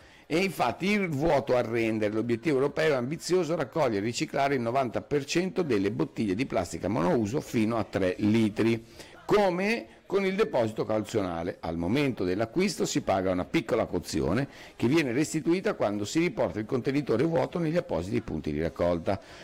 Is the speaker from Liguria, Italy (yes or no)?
no; Venice, Veneto, Italy; moved away; al mio paese dove stavo io, su a Venezia